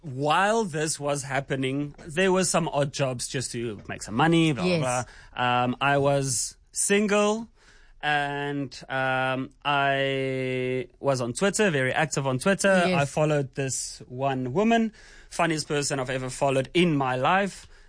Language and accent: English; Pretoria, Gauteng, South Africa; years and then I went to Waterkloof to finish up my stuff with my things there.